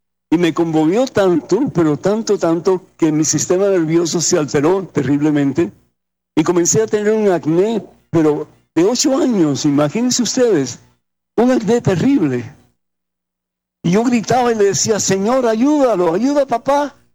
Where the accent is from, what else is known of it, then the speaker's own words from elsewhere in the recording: Cuba; moved away; Yo soy de Cuba originalmente. Y el gobierno cubano nos botó a nosotros de la finca donde vivíamos. Éramos campesinos.